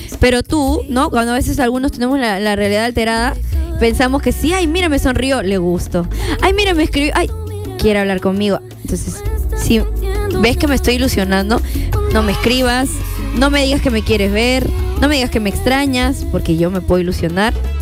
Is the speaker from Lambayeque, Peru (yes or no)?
no; Callao, Peru; Somos del Callao